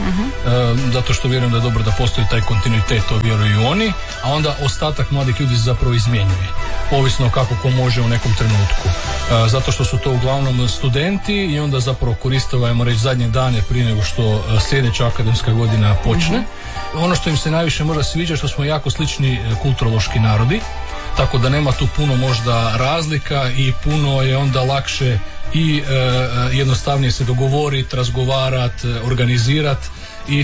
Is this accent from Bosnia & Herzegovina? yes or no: no; Croatia; mi često kao Hrvati ne razumijemo recimo koliko je Poljska velika zemlja.